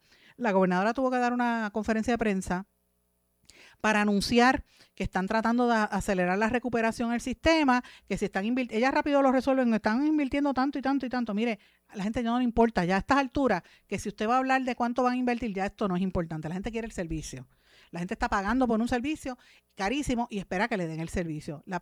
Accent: Guaynabo, Puerto Rico; mi pueblo de Guaynabo

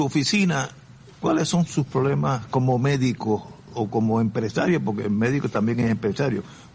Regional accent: Adjuntas, Puerto Rico; now in San Juan, Puerto Rico; Yo nací y tuve mucho tiempo en Adjuntas Puerto Rico.

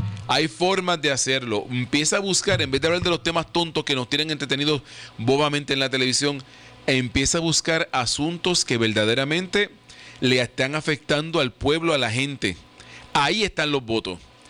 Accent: Puerto Rico

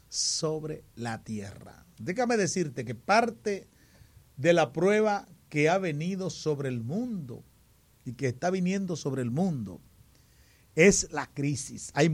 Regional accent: Higüey, La Altagracia, Dominican Republic; born there; Mi tierra vernácula, donde yo nací, Hato de Mana de Higüey.

